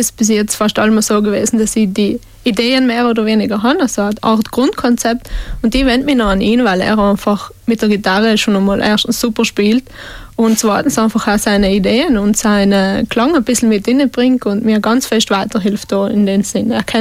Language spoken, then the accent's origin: German; Trentino-Alto Adige, Italy; now in Vinschgau, Italy; Ja, hallo … Ich komme aus Ofers, das ist oberhalb von Brixen. Und ich bin 27 Jahre alt